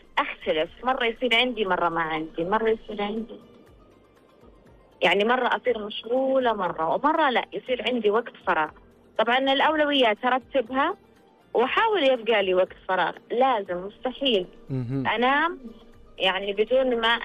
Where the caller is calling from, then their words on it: Al-Qassim, Saudi Arabia; من القصيم.